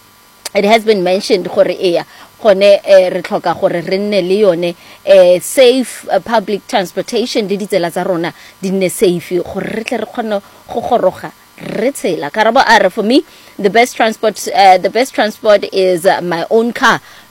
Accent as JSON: {"language": "English", "country": "South Africa", "said": "being a South African"}